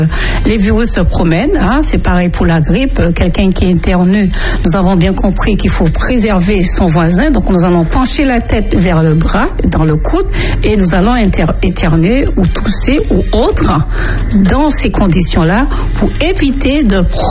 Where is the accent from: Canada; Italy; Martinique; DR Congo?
Martinique; chez nous à la Martinique, parce que nous avons un climat qui est plutôt chaud